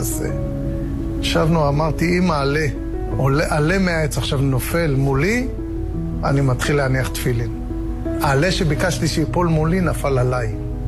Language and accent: Hebrew; Nir Oz, Southern District, Israel; אני גדלתי בקיבוץ מאוד מאוד חילוני, של השומר הצעיר, לינה משותפת, רחוק, רחוק מאוד מאוד מהדת והאמונה